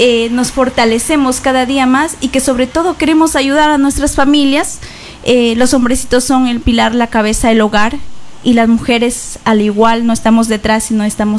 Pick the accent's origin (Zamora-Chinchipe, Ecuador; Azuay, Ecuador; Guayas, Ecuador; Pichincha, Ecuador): Zamora-Chinchipe, Ecuador; Yantzaza; nos ha visto crecer y amamos realmente a Yanzaza. Es una ciudad de muchas oportunidades